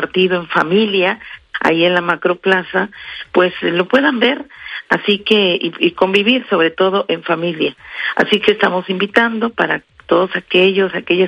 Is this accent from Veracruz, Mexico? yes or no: yes; Veracruz, Mexico